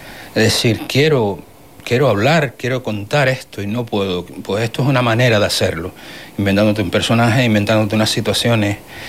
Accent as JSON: {"language": "Spanish", "region": "Canary Islands", "country": "Spain", "said": "yo que soy canario"}